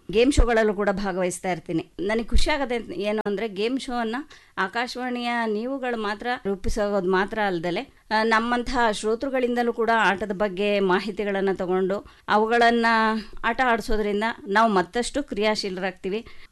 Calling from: Hassan, Karnataka, India; ಹಾಸನದಿಂದ.

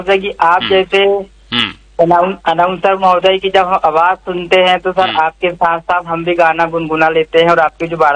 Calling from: Chhindwara, Madhya Pradesh, India

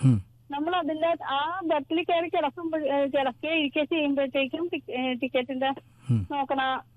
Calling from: Piravom, Kerala, India; ഞാൻ പിറവത്തനത്തുനിന്നാ വിളിക്കുന്നത്

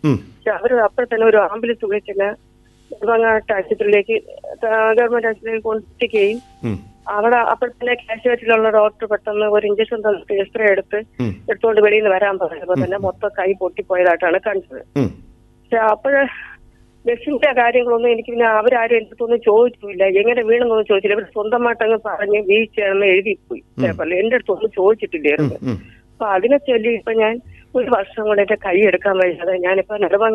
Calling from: Palakkad, Kerala, India; പാലക്കോട് നിന്നാണ് വിളിക്കുന്നത്.

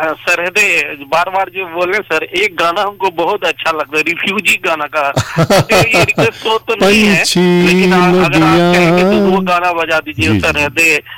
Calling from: Araria, Bihar, India; मैं अररिया बिहार से हूँ, जो कि हर दर्शना बाजार जिला अररिया बिहार से

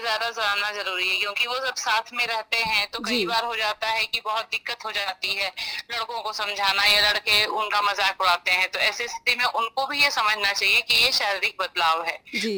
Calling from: Bhagalpur, Bihar, India; मैं भागलपुर से हूँ।

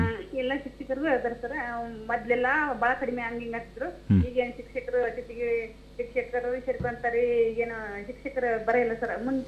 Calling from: Kukanur, Karnataka, India; Kunur Koppa district sir.

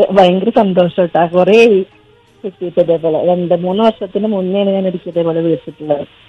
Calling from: Ponnani, Kerala, India; Ponnani.

